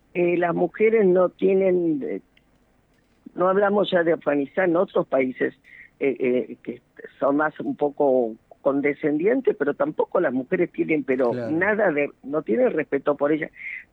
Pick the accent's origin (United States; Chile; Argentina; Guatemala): Argentina; damos pruebas de que somos argentinos, que amamos, yo he recorrido mi país, lo amo